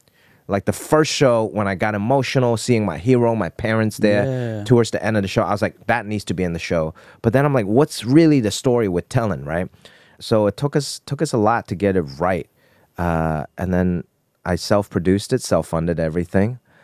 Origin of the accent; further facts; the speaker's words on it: Hong Kong; Hong Kong is my hometown. I love it.